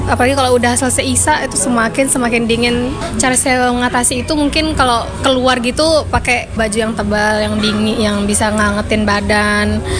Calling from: West Nusa Tenggara, Indonesia; Tanggapan saya tentang cuaca hari ini yang di daerah saya di Lombok ya, lumayan agak gimana gitu, soalnya sering berubah-berubah.

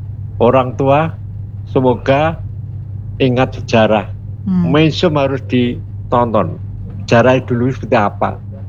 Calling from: Kediri, East Java, Indonesia; saya sebagai orang Kediri kan, orang Kediri Jawa Timur kan.

